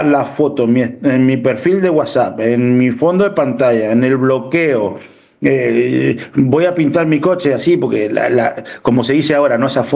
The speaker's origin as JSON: {"language": "Spanish", "country": "Argentina", "moved": "yes", "lives_now": "Spain", "said": "soy argentino"}